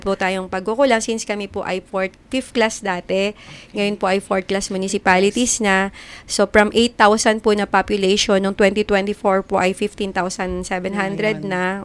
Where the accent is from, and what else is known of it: Alabat, Calabarzon, Philippines; born or raised there